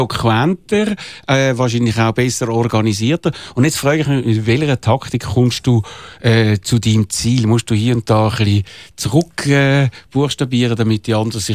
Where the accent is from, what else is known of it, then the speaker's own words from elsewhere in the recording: Zurich, Switzerland; als Zürcher